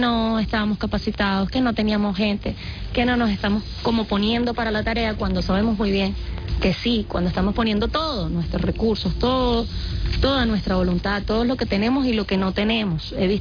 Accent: Venezuela; de lo que verdaderamente somos los venezolanos y las venezolanas, de nuestra identidad

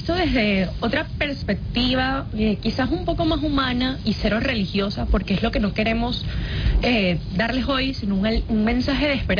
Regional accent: Venezuela; pudieron pasar lo que estamos pasando como venezolanos

